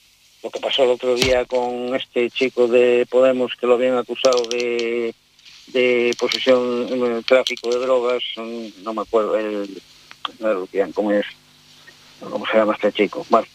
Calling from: Castile and León, Spain; Yo vivo en Castilla y León, en agosto me jubilo.

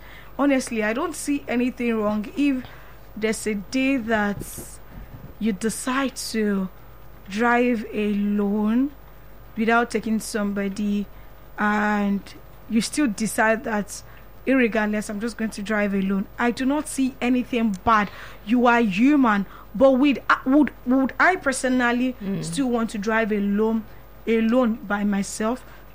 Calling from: Abuja, Federal Capital Territory, Nigeria; And I'm calling from Abuja.

